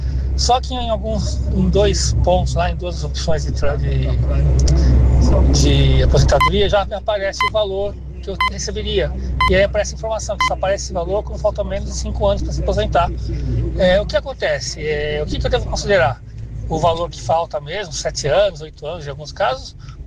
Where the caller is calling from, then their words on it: São Bernardo do Campo, São Paulo, Brazil; sou de São Bernardo.